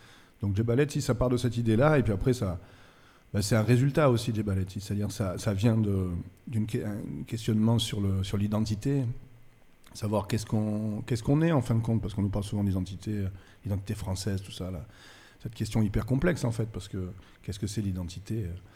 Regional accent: Nice, Provence-Alpes-Côte d'Azur, France; born there; Et moi, je suis né à Nice.

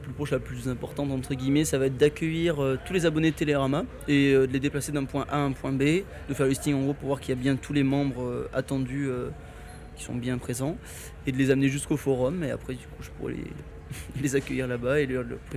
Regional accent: Montcuq, Occitanie, France; Et voilà, de base je suis de Montcuq.

